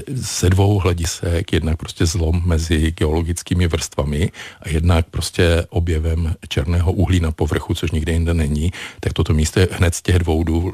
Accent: Ostrava, Moravian-Silesian Region, Czechia; Já jsem z Ostravy, tak vám můžu říct třeba legendu o...

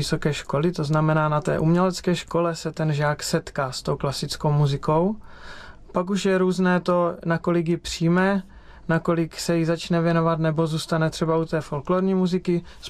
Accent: Ždánice, South Moravian Region, Czechia; moved away; Já totiž pocházím ze Ždánic, který spadá do regionu Hanáckého Slovácka. Je to v podstatě nějakých 40, asi tak nějak Lukáši, že? 40 kilometrů od Strážnice.

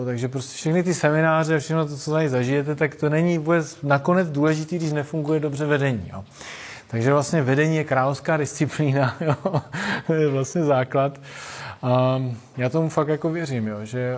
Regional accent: Brno, South Moravian Region, Czechia; Jsem původně z Brna

